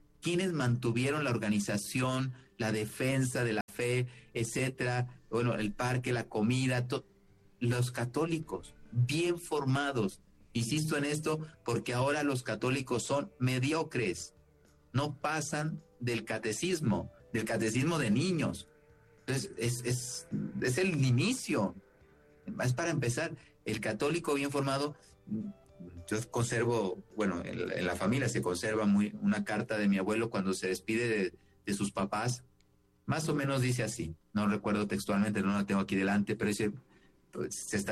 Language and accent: Spanish; Mexico; yo soy mexicano y mi abuelo fue cristero, fue uno de los jovencitos católicos bien formados.